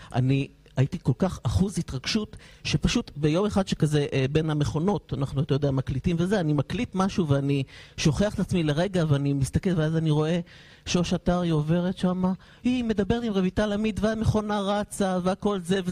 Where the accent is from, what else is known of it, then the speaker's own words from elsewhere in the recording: Haifa, Haifa District, Israel; אני בחור חיפאי אגב, שמגיע מחיפה, אין לי כזה רקע להיות בתרבות או משהו כזה, אני פשוט כזה פרובנציאל.